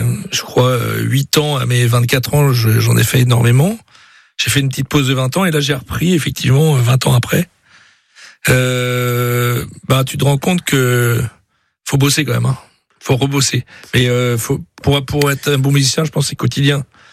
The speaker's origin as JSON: {"language": "French", "region": "Brittany", "country": "France"}